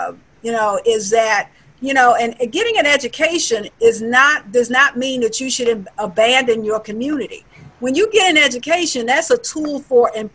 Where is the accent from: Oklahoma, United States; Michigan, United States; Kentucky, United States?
Michigan, United States; Detroit; I was born and raised in Detroit